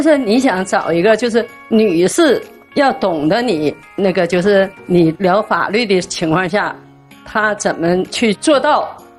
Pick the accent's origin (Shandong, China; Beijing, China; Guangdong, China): Beijing, China; 我是北京人。